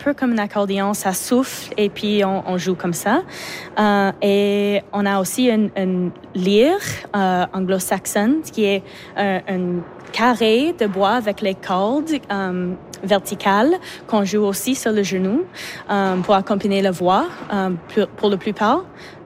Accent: Montreal, Quebec, Canada; parce qu'on vient de Montréal, puis on a essayé de trouver une façon d'amener tous les instruments de Montréal jusqu'à Vancouver.

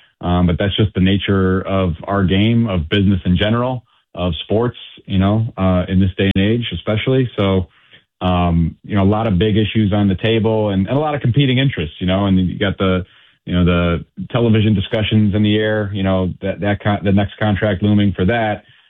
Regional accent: Cleveland, Ohio, United States; And I grew up in Cleveland, and I see like the difficulty of trying to keep up with the Joneses.

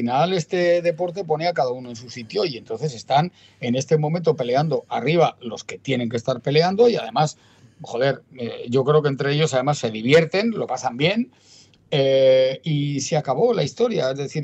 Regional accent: Basque Country, Spain; Soy vasco y no me doy y no me rajo.

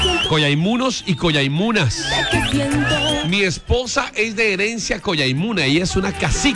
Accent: Caribbean Region, Colombia; now in Neiva, Colombia; son opitas, huilenses, neivanos. Mamá tolimense, papá caribeño.

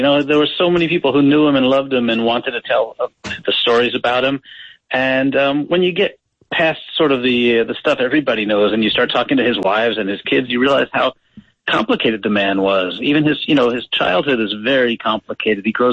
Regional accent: New York, United States; As a kid growing up in New York, I had his poster over my bed

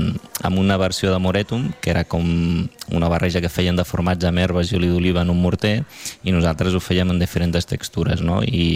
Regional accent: Tarragona, Catalonia, Spain; Bueno, Tarragona. Jo soc de Tarragona.

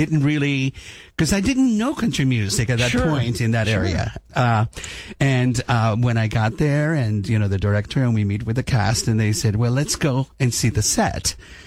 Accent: Cuba; also born or lived in New York; now in United States; I came from Cuba and I went to New York and I studied in New York.

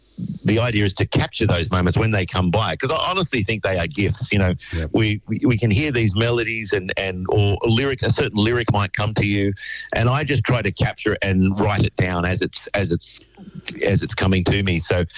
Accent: Wagga Wagga, New South Wales, Australia; I grew up. I'm from Wagga. That's my hometown. I grew up in that beautiful city, and you know, growing up in Wagga, you're as a young local.

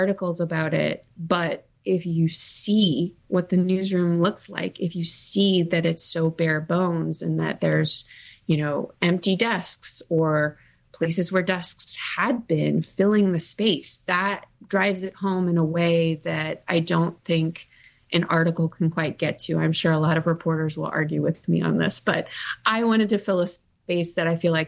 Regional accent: Illinois, United States; and in the Midwest because that's where I'm from. I photographed my hometown newspaper in Southern Illinois, which was a joy.

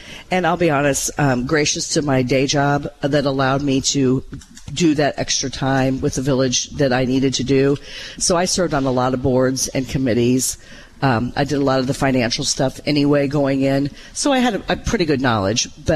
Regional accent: Clayton, Illinois, United States; moved away as an adult; also born or lived in Springfield, Illinois; now in Rochester, United States; I'm from the Quincy area. I'm actually from Clayton, Illinois.

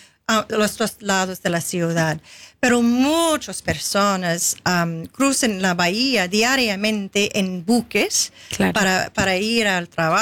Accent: Sydney, New South Wales, Australia; Spanish is a second language; moved away; also born or lived in South Australia; Bueno, yo nací en Sydney y yo viví en Sydney hasta a los 11 años. Después mi familia se trasladó al sur, South Australia.

